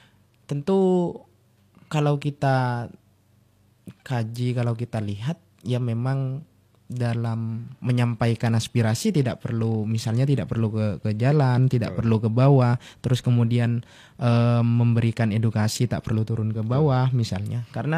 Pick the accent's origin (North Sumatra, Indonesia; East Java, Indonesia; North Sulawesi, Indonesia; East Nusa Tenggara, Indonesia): East Java, Indonesia; di bawah bukit, di bawah bukit desa saya.